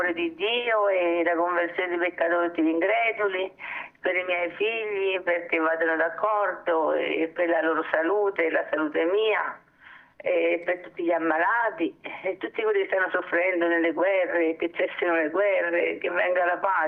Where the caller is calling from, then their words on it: Ciampino, Lazio, Italy; Da Ciampino.